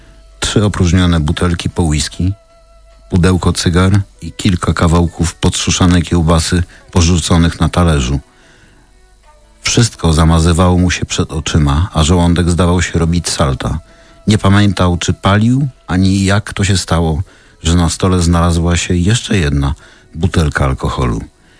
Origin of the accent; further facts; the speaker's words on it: Warsaw, Masovian Voivodeship, Poland; bo ja jestem warszawianinem.